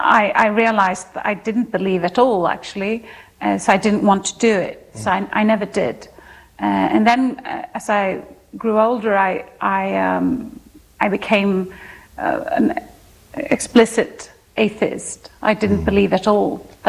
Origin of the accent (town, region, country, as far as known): Sweden; born or raised there